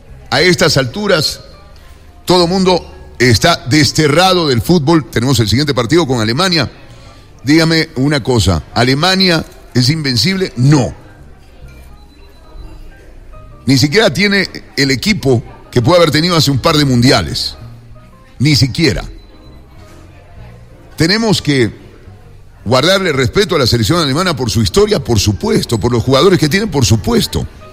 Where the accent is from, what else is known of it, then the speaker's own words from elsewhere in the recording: Ecuador; born there; al coincidir mi nacimiento en estas latitudes con esta maravillosa generación de futbolistas, por supuesto que quiero que gane Ecuador